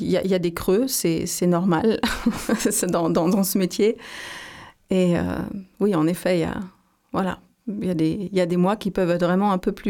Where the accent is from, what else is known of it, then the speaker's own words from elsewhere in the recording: Austria; also born or lived in Germany; now in Vienna, Austria; je suis comédienne, je suis franco-autrichienne, j'ai grandi en Autriche, ma maman est française. Donc voilà, oui, je suis bilingue, j'ai fait mes études de théâtre à Vienne aussi, et puis ensuite je suis partie en Allemagne